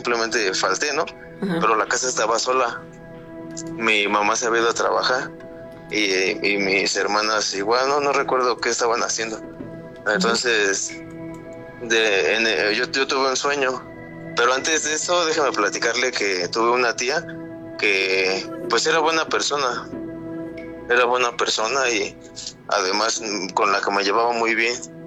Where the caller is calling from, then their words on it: Iztapalapa, Mexico City, Mexico; Yo soy de la Ciudad de México, Iztapalapa.